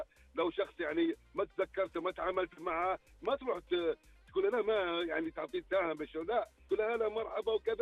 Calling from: Eastern Province, Saudi Arabia

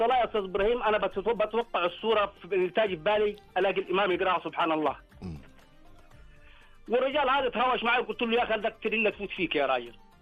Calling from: Ha'il, Ha'il Province, Saudi Arabia

